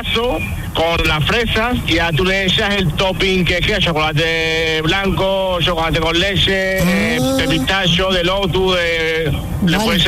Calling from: Carmona, Andalusia, Spain; yo soy de Carmona, yo vivo en Carmona, tengo un campo en Carmona.

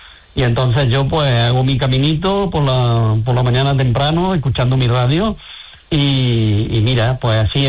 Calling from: Córdoba, Andalusia, Spain; yo me vengo aquí en Cabo Pino, aunque vengo durante el año, una semanilla de vez en cuando y tal, porque yo vivo en Córdoba, soy de Córdoba.

